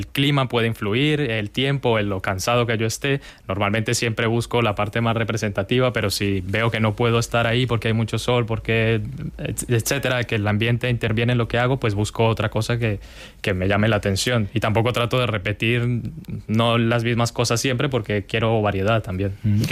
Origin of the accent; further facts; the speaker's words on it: Colombia; moved away as an adult; now in Spain; Como dijeron anteriormente, soy de Colombia, yo allí no pintaba, hacía algunos dibujos y tal, pero eso, lo del pintar como tal y de lo de ser artista, nació aquí justamente durante la pandemia, cuando vine aquí a España